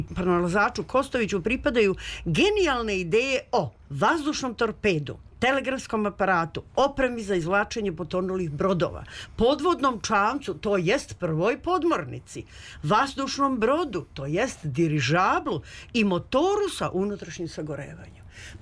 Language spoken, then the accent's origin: Serbian; Serbia